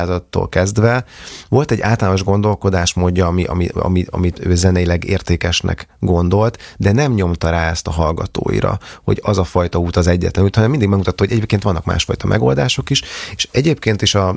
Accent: Budapest, Hungary; moved away as an adult; Én Vekerlén nőttem fel, ott is éltem, éppen a közelmúltban költöztem el egyébként onnan, de egészen mostanáig Vekerlén éltem

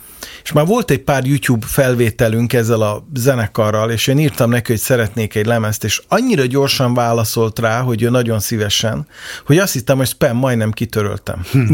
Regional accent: Budapest, Hungary; Ugye én angyalföldi vagyok

